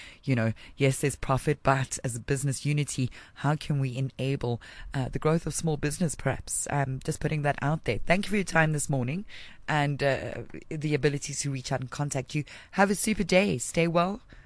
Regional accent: South Africa

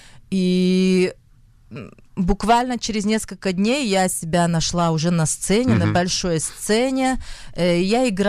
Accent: Irkutsk, Irkutsk Oblast, Russia; born there; Родилась я в Сибири. В городе Иркутск.

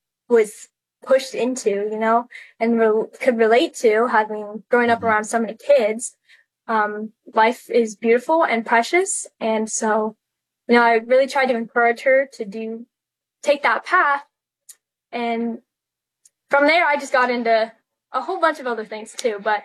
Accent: Idaho, United States; I went to school in a very liberal town, which is weird for the state that I grew up in. I grew up in Idaho

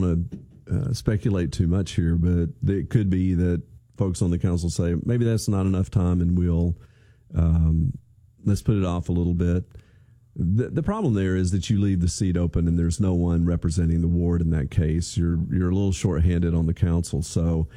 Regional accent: Birmingham, Alabama, United States; also born or lived in Bloomington, Indiana; now in Columbia, Missouri, United States; I grew up in Birmingham.

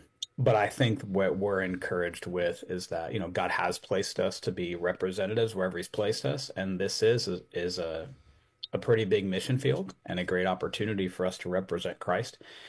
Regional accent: Santa Rosa, California, United States; I grew up in Santa Rosa. Both my grandparents came over from Spain and landed in, like, Sacramento area, and then came this way for work and for weather.

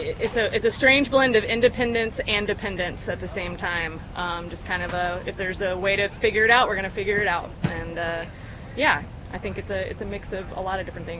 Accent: Texas, United States; now in North Carolina, United States; So, yep, outside of San Antonio, up in the Hill Country.

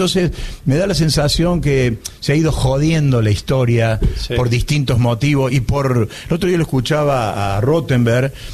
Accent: Argentina; En los mundiales parece una frivolidad, pero todos somos argentinos.

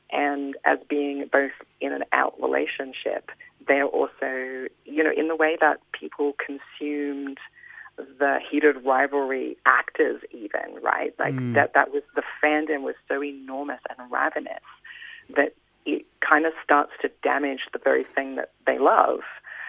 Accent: Australia; I'm Australian, so like everything that's going to come out of my writing is going to naturally sound Australian.

